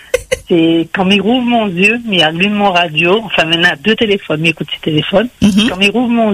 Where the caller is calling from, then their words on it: Southern France, France; Dans le sud.